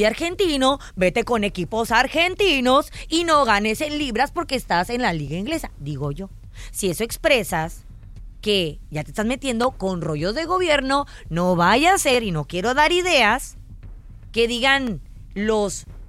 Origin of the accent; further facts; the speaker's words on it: Mexico; O sea, si dicen que uno como mexicano se... Bueno, también como mexicano no podemos decir nada